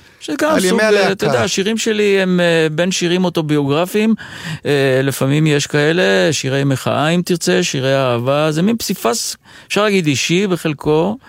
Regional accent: Istanbul, Turkey; moved away; זכרתי את הבית שגדלתי בו, זכרתי את הבית ספר שלמדתי, אפילו זכרתי את החנות של אבא שלי בשוק המסחרי בלב איסטנבול

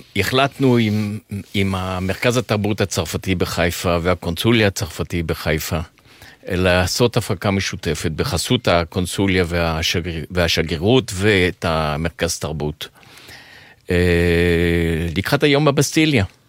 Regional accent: Tunisia; now in Israel; כמו אצלנו בתוניס

